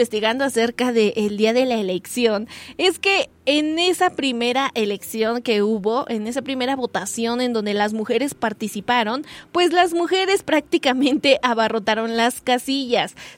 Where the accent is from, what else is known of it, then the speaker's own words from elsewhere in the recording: Mexico; nosotras como mexicanas